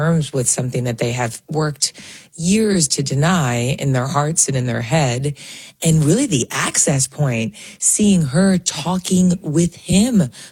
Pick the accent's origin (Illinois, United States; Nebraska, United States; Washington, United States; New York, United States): New York, United States; Courtney and I are New Yorkers. I grew up on Long Island.